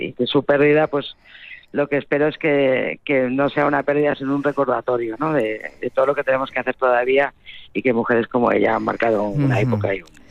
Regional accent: Bilbao, Basque Country, Spain; Yo soy de Bilbao y tenemos esa fama también.

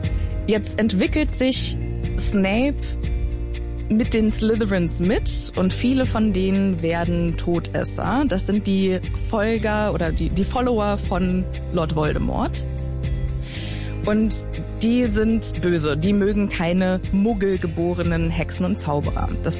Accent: Borken, North Rhine-Westphalia, Germany; Land aufgewachsen, so viel. Ja, aber was ich da jetzt drauf einzahlen lasse, weil, also bei mir auf dem Land gab's die Buchhandlung Der Buchladen im Borken im Westfalen von Frau Balken.

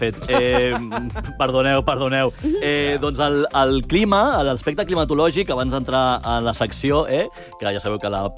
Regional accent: Galicia, Spain; Jo és que sóc gallec, a mi ja em donaven vi amb 4 anys.

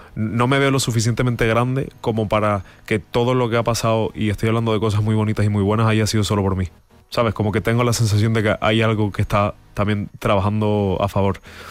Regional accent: Las Palmas de Gran Canaria, Canary Islands, Spain; me considero tanto hindú como cristiano y tengo esa dualidad también por haber nacido y crecido en Las Palmas de Gran Canaria y rodearme de mucha gente cristiana y también por haber nacido en una familia hindú.

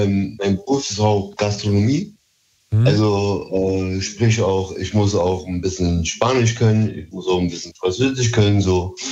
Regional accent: Berlin, Germany; first language Turkish; German is a second language; Und bin vollblütiger Berliner.

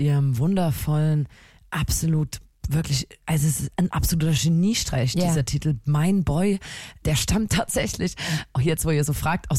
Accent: Chemnitz, Saxony, Germany; Wir sind eine Band, wir kommen aus Chemnitz.

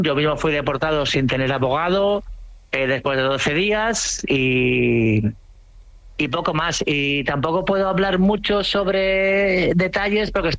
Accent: Cambrils, Catalonia, Spain; cuando llego a casa, a mi pueblo, a Cambrils

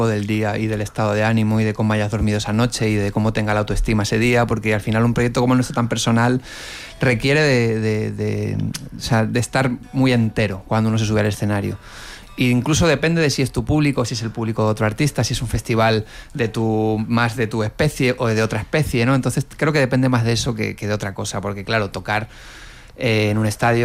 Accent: Canary Islands, Spain; Yo como canario te digo la chola.

